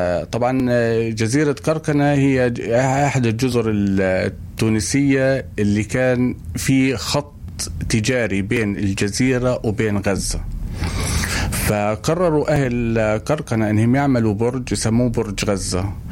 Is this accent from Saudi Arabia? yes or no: no; Palestine; كنت أنا كفنان فلسطيني